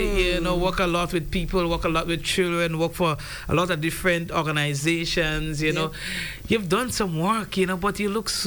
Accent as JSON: {"language": "English", "town": "Guelph", "region": "Ontario", "country": "Canada", "tie": "born or raised there", "said": "my neighbor, as a young boy growing up in Guelph."}